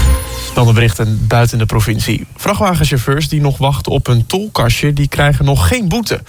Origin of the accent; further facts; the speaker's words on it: Hoogeveen, Drenthe, Netherlands; Ik kom uit Hogeveen.